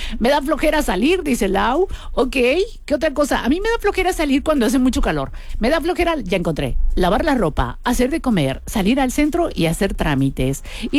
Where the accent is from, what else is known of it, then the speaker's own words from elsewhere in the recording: Tehuacán, Puebla, Mexico; sí somos de Tehuacán